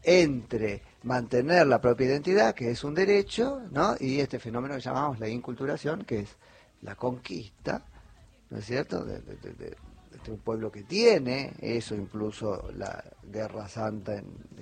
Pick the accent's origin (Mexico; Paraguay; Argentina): Argentina; eso tiene un poco que ver con lo que somos los argentinos.